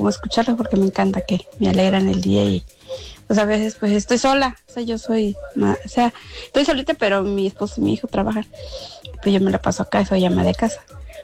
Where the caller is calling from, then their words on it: Huatusco, Veracruz, Mexico; soy aquí de Huatusco